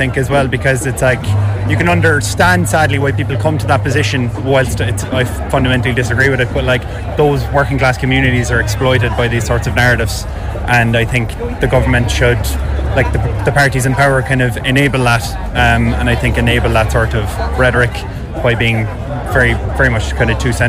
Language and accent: English; Cork, Munster, Ireland; I'm from Cork my whole life